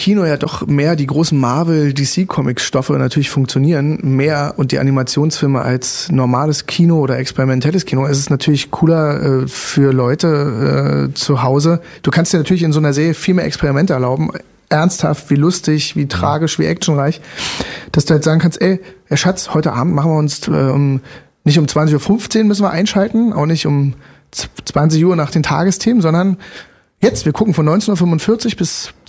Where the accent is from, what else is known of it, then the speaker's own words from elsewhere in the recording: Germany; ich bin Deutscher